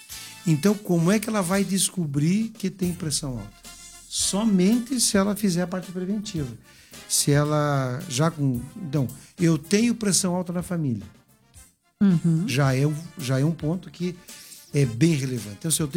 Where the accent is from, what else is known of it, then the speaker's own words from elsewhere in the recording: Curitiba, Paraná, Brazil; born there; moved away as an adult; also born or lived in São Paulo; Que eu e minha esposa somos de lá, né? Nós somos de Curitiba, nascidos lá também.